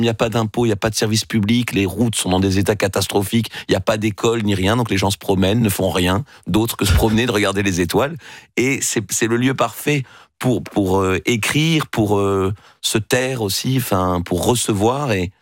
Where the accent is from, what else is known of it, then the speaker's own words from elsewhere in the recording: Toulouse, Occitanie, France; quand on vit comme moi dans les terres loin de l'océan, puisque je suis un Toulousain